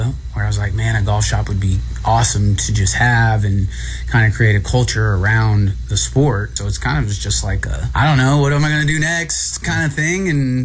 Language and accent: English; Tulsa, Oklahoma, United States; moved away as an adult; also born or lived in Los Angeles; now in Oklahoma City, United States; And I'm from Tulsa, but moved here 18, haven't left.